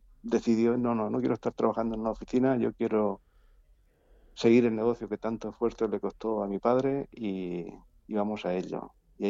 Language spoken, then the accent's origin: Spanish; Orihuela, Valencian Community, Spain; Yo soy de la Vega Baja, de Orihuela